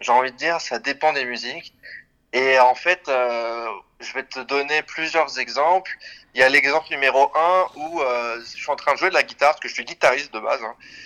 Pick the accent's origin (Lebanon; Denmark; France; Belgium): France; Paris, Île-de-France; now in Switzerland; Je suis originaire de Paris et j'habite maintenant en Suisse.